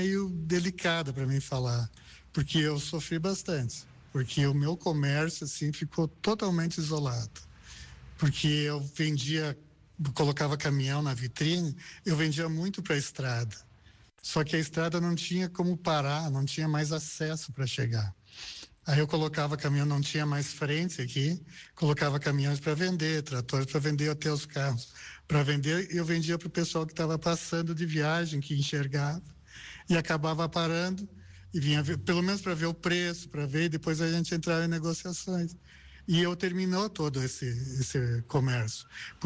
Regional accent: Arvorezinha, Rio Grande do Sul, Brazil; moved away as an adult; 40 anos aqui que eu vim de Arvorezinha, sou natural de Arvorezinha. Nós tínhamos oficina em Arvorezinha

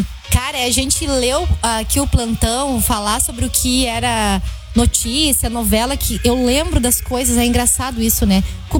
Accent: Rio Grande do Sul, Brazil; moved away; tá lá na minha terra, Rio Grande do Sul

